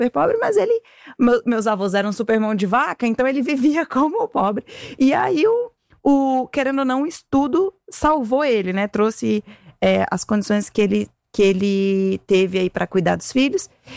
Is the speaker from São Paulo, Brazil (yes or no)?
no; Fortaleza, Ceará, Brazil; born or raised there; moved away as an adult